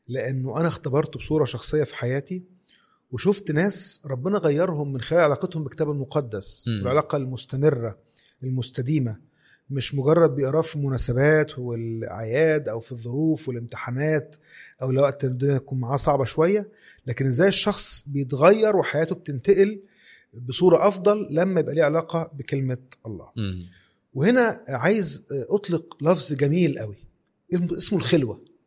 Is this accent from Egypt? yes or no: yes; Egypt; زي بنقول بالبلدي كده عندنا في مصر